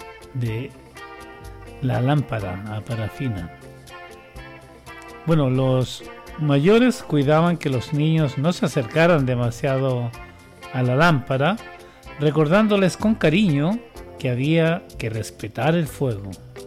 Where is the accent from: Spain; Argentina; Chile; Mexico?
Chile; Rosario Lo Solís, O'Higgins; now in Litueche, Chile; Quienes somos de acá, de Rosario Los Solís, vivimos en Litueche, sí, pero somos de Rosario Los Solís y también de Litueche.